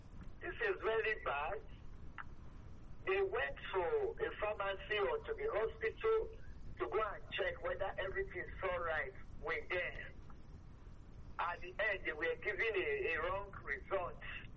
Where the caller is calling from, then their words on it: Ogun, Nigeria; I'm calling from Ogun State.